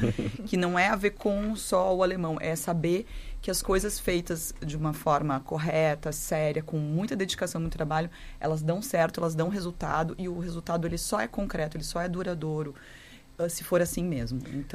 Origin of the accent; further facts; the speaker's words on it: São Leopoldo, Rio Grande do Sul, Brazil; now in Joinville, Brazil; sou natural de São Leopoldo, que é primeiro, né, o local de berço da colonização alemã.